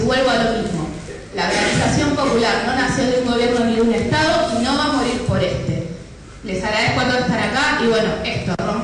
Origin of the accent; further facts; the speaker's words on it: La Boca, Buenos Aires, Argentina; Yo que vengo de La Boca, los comento, y yo fue algo muy común históricamente.